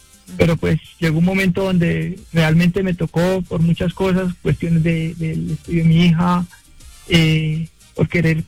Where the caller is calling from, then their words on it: Bogotá, Colombia; yo vivo en Bogotá, Fontibón.